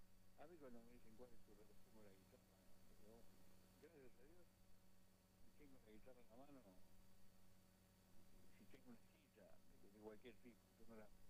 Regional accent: Villa Diamante, Buenos Aires Province, Argentina; also born or lived in Monte Grande; yo nací en Montegrande, me crié en Villa Diamante

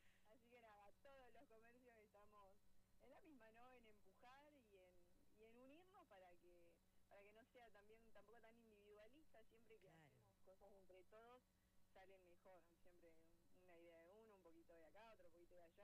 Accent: Córdoba, Argentina; se lo digo así como yo que soy de Córdoba

